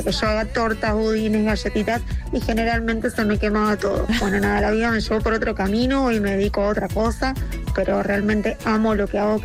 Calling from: Ramos Mejía, Buenos Aires Province, Argentina; les hablo desde Ramos Mejía.

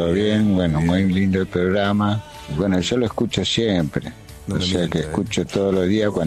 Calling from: La Plata, Buenos Aires Province, Argentina; vivo en La Plata

